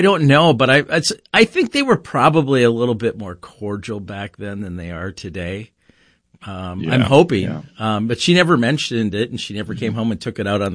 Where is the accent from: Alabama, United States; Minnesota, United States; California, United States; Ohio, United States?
Minnesota, United States; Eagan; No, I grew up actually down the street here from in Eakin.